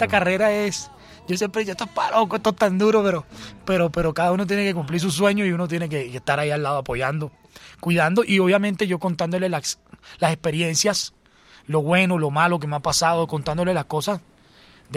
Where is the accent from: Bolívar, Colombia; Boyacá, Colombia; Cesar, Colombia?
Bolívar, Colombia; Cartagena; mi tierra, Cartagena de Indias, un álbum que es inspirado en mi ciudad, que ha sido toda la vida. A mí siempre me ha inspirado Cartagena.